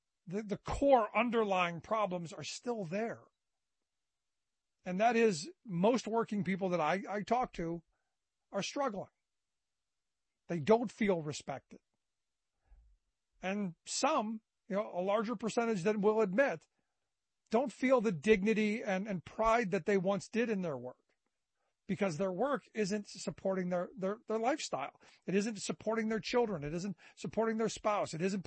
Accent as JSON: {"language": "English", "town": "Cleveland", "region": "Ohio", "country": "United States", "tie": "born or raised there", "said": "I go back to my hometown of Cleveland."}